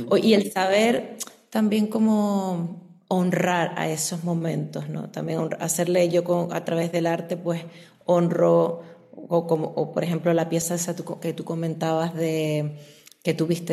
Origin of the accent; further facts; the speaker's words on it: Canary Islands, Spain; yo soy de las Islas Canarias, y entonces mis ancestras, pues los ancestros de las Islas Canarias, en Tenerife en concreto, momificaban